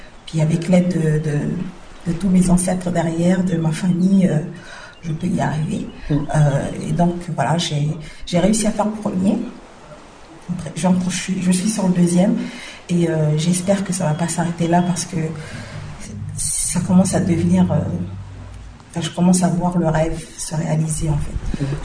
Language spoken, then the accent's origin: French; New Caledonia; moi, j'ai besoin d'exister en tant que Cana, d'abord, mm-hmm. avant d'exister en tant que calédonienne.